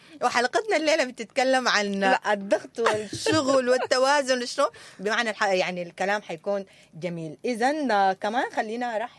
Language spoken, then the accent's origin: Arabic; Sudan; عارفين بلدنا السودان إنه يعوم فيها الخير والأمان والاستقرار وإنه نرجع لمكاننا وبلادنا وحلالنا وبيوتنا